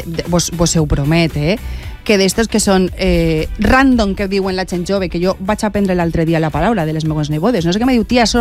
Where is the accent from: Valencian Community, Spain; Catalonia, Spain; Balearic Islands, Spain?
Valencian Community, Spain; Puçol; now in Quart de les Valls, Spain; Jo soc nascuda en Pusol i m'ha criat allí 6 anys, però jo després me n'he anat a viure a Quart de les Valls i ne porte 40 allí.